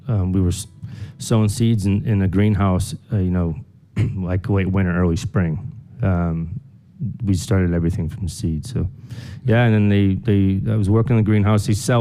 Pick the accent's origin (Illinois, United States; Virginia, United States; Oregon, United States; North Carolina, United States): Illinois, United States; Normal; also born or lived in California; now in Maine, United States; I come from normal